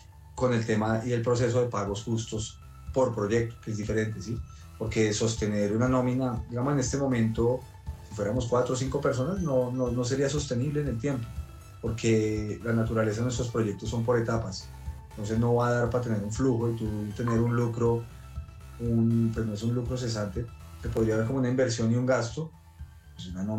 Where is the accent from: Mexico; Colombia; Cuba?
Colombia; nosotros como colombianos